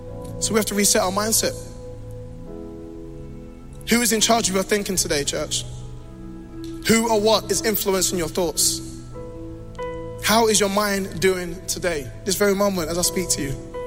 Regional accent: London, United Kingdom; also born or lived in Congo; I'm from London. I'm from Congo.

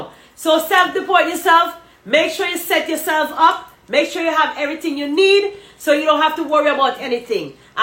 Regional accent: Jamaica; now in United States; I would never go back home. I'm from Jamaica.

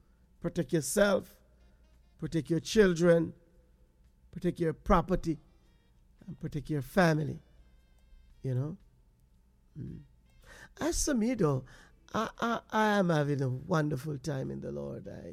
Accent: Jamaica; I'm not sure about the entire Caribbean community, but I know we as Jamaican, you know, my mother, my grandmother, you know, wake up this time of the morning.

